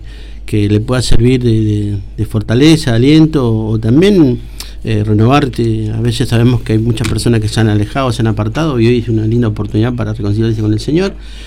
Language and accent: Spanish; Argentina